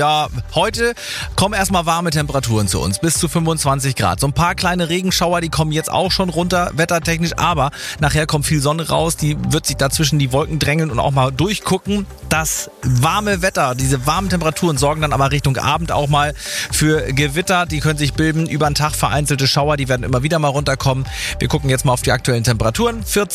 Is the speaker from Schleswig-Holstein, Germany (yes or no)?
yes; Schleswig-Holstein, Germany; Diese Klänge sind einem als Schleswig-Holsteiner bekannt.